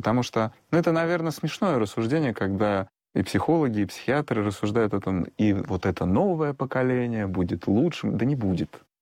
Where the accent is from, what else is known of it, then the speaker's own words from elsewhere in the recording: Russia; born there; там я родился в РФССР, то есть 90-е годы, я помню это все